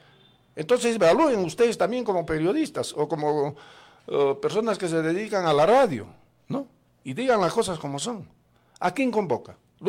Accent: Coracora, Ayacucho, Peru; Yo solamente consulto con mi pueblo, con Coracora, quien me puso en el cargo.

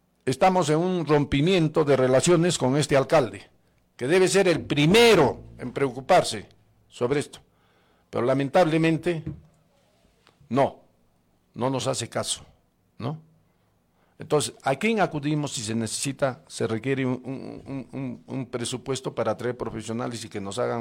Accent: Coracora, Ayacucho, Peru; Yo solamente consulto con mi pueblo, con Coracora, quien me puso en el cargo.

